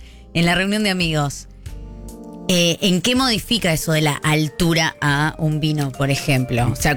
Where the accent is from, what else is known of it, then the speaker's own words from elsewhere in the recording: Argentina; Pues yo vengo de Argentina, donde nos abrazamos, nos damos un beso, ¿no?